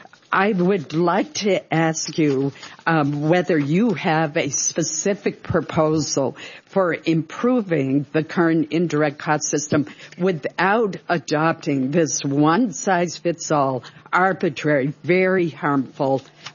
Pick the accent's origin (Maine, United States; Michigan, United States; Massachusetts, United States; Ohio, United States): Maine, United States; to entities in my home state of Maine.